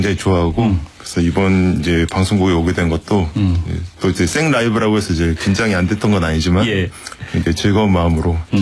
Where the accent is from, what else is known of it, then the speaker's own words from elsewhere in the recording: Japan; 제가 어렸을 때 일본에서 자랐는데요.